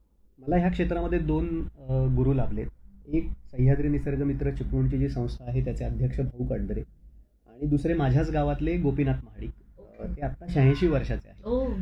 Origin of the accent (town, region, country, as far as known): Velas, Maharashtra, India; also born or lived in Mumbai